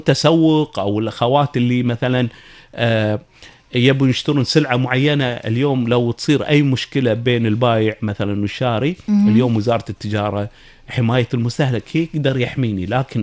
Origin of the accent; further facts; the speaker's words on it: Kuwait; أنا كشاب كويتي متجه إلى القطاع الخاص